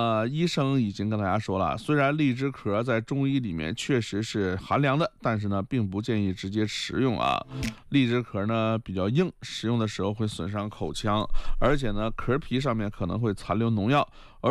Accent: northern China, China; 咱作为一个北方人

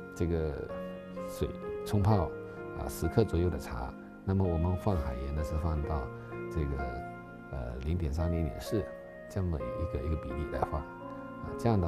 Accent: China

